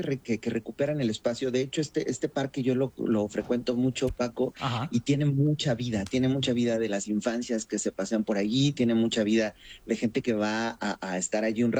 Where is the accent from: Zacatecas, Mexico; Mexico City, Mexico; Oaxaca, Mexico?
Oaxaca, Mexico; ciudades como Oaxaca, de donde yo soy originario